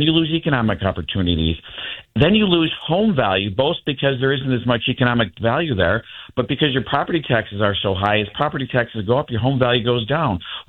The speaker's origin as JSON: {"language": "English", "town": "Lansing", "region": "Illinois", "country": "United States", "tie": "born or raised there", "said": "I grew up in southern Cook County, and that is probably, I don't know anywhere in the country that's as bad as southern Cook. So I grew up in Lansing."}